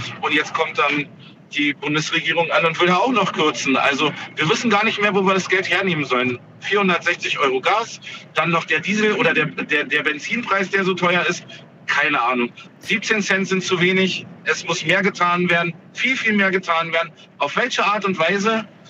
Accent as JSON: {"language": "German", "town": "Gerbstedt", "region": "Saxony-Anhalt", "country": "Germany"}